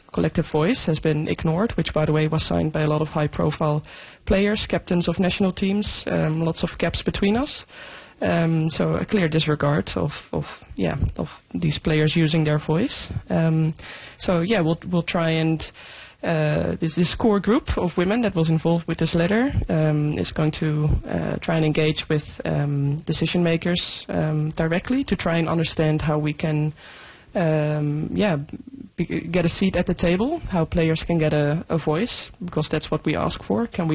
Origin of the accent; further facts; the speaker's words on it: Netherlands; English is a second language; moved away as an adult; also born or lived in Scotland; growing up in the Netherlands playing football there, there wasn't too many, I guess, weather events other than it at times being a bit cold in winter